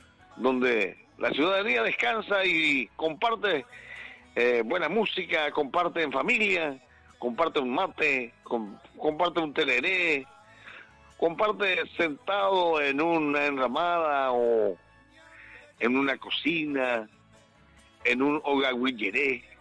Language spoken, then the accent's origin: Spanish; Paraguay; como paraguayo tenemos que estar amándonos, queriéndonos, respetándonos y haciendo proyectos juntos